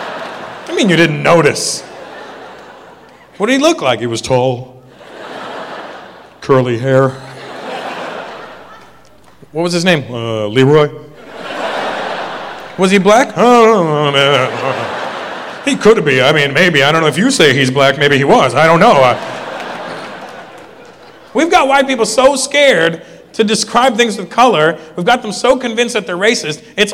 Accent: India; Then you get in that group and we're like, "Hey, you're from India? I'm from India. What part

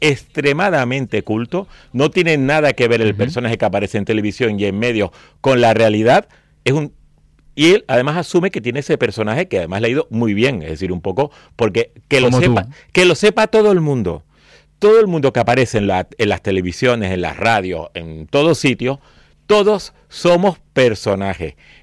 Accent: Canary Islands, Spain; Yo sí soy más suroeste canario.

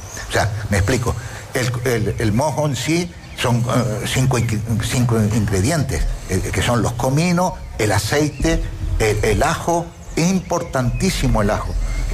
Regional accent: Canary Islands, Spain; born there; Pero, hombre, yo soy nacido en Gran Canaria, ¿no? Pero cuando he venido aquí al sur hace 45 años, ya mi mujer me dijo, dice, de aquí yo no me muevo.

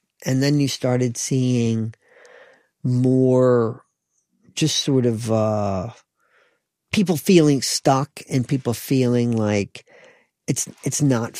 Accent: North Carolina, United States; also born or lived in Western New York State, United States; But I grew up in North Carolina, but my family moved from Western New York State when I was in second grade.

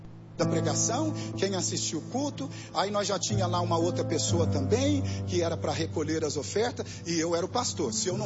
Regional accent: Minas Gerais, Brazil; deixa eu puxar um mineirês aqui, eu sou mineiro.

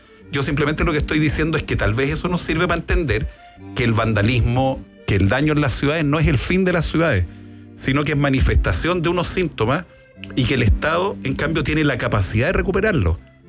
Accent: Chile; Y los monumentos nos representan a todos como chilenos.

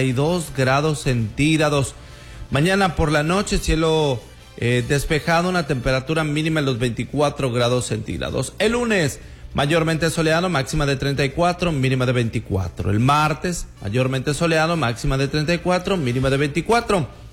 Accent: Mexico; nuestro derecho como ciudadanos mexicanos libres

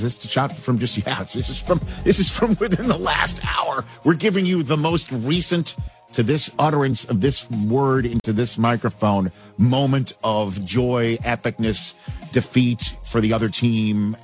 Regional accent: New York, United States; But I'm a New Yorker.

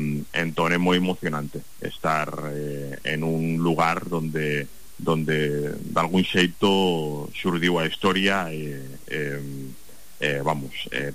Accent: Barcelona, Catalonia, Spain; Bueno, pues moi ben, é unha iniciativa extraordinaria en un lugar extraordinario, eu veño de Barcelona.

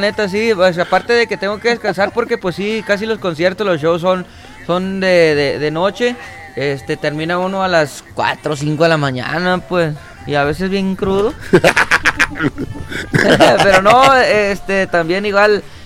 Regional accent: Los Ángeles, Jalisco, Mexico

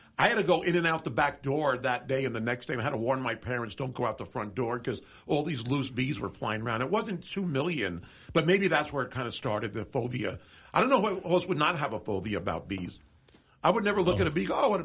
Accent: East Coast, United States; moved away; Growing up in the East Coast

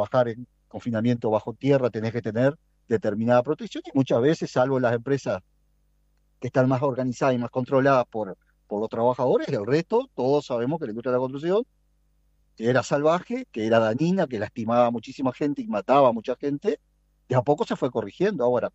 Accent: Uruguay

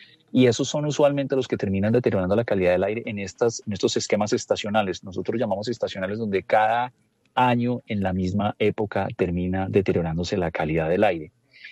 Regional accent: Colombia; Créanme que como colombianos deberíamos sentirnos orgullosos

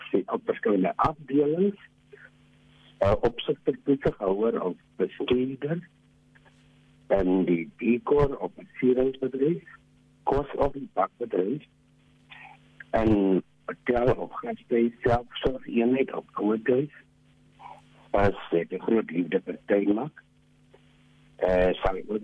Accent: Bloemfontein, Free State, South Africa; Ek is van Bloemfontein.

